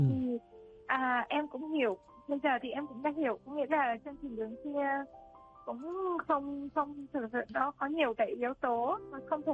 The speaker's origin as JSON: {"language": "Vietnamese", "region": "Central Vietnam", "country": "Vietnam", "lives_now": "Củ Chi, Vietnam", "said": "miền Trung chứ không phải là người miền Bắc, cũng không phải là người miền Nam. Em là người miền Trung."}